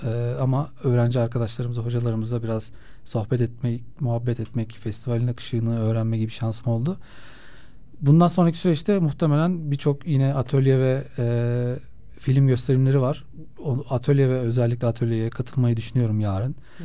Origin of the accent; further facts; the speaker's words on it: Ankara, Turkey; Ben de çünkü İstanbul'da yaşamıyordum. Ankaralıyım. Giresun'dan mezun oldum.